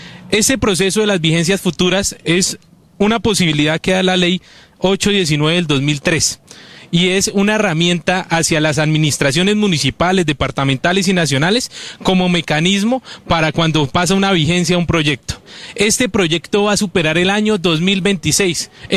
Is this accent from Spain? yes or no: no; Cogua, Cundinamarca, Colombia